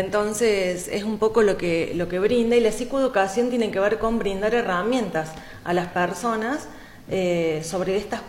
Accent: Córdoba, Argentina; now in Alta Gracia, Argentina; Yo viví casi todo en Capital, pero hace 5 años que vivo en Altagracia.

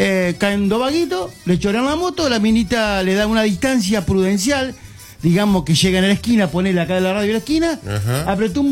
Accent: Argentina; Sí, somos ingeniosos los argentinos.

